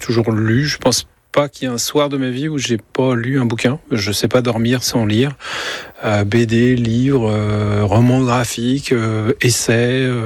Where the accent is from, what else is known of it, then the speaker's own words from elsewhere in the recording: Bordeaux, Nouvelle-Aquitaine, France; moved away; Oui, j'ai quitté Bordeaux il y a 2 ans maintenant. Je me suis installé ici. À Bordeaux, il faisait trop chaud tout le temps.